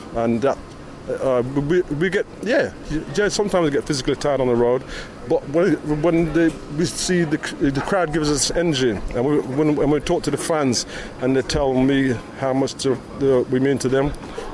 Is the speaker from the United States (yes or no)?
no; England, United Kingdom; we were black kids growing up in England, but our parents came from Jamaica.